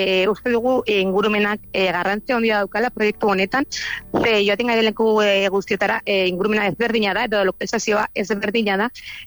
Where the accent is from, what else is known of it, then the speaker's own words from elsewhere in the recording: Navarre, Spain; azkenean Nafarroakoak gara, eta proiektua gure, bueno, gure zonaldean edo amaitzea polita